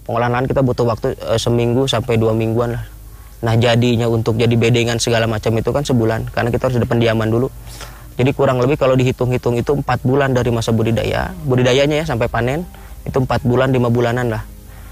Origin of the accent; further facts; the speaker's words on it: Jakarta, Indonesia; asal saya itu kan asli Jakarta gitu.